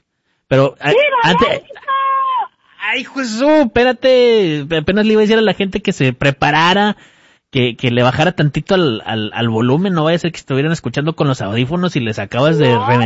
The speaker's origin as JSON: {"language": "Spanish", "town": "Monterrey", "region": "Nuevo León", "country": "Mexico", "said": "Porque soy de Monterrey."}